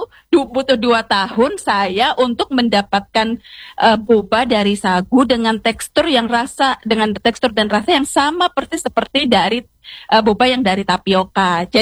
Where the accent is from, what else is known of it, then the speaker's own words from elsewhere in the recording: Yogyakarta, Special Region of Yogyakarta, Indonesia; moved away as an adult; now in Jayapura, Indonesia; saya lahir besar di Jogja, lalu lulus kuliah, langsung merantau ke Papua, jadi saya sudah 15 tahun ini di Jayapura.